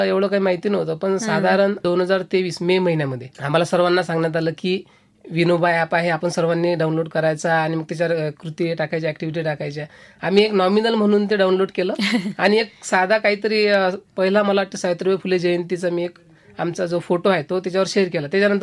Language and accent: Marathi; Akola, Maharashtra, India; नाही नाही, मी तसा मूळचा अकोला जिल्ह्याचा.